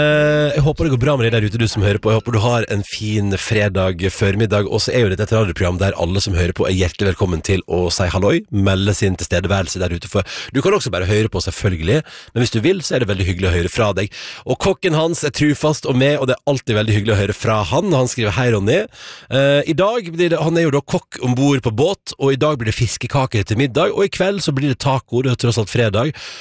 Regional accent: Vestland, Norway; moved away; Tenk at jeg har vokst opp blant disse fjellene

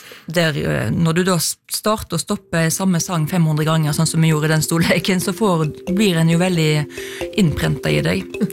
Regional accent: Ølen, Rogaland, Norway; min far jobbet som kulturskolerektor, det som da hette musikkskolerektor, i Ølen der jeg vokste opp.

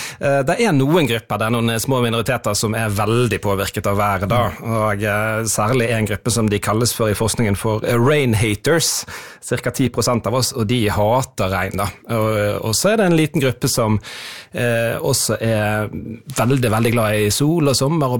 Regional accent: Bergen, Vestland, Norway; for meg som bergenser

